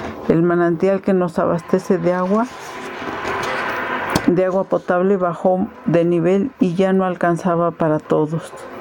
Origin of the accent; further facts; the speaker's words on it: Zacacuautla, Hidalgo, Mexico; de Zacacuautla, Casochitlán, Hidalgo. Mi pueblo es una zona de bosque mesófilo de montaña. Es una región donde hay una gran variedad de especies de árboles, por lo que es muy rica en agua y en humedad.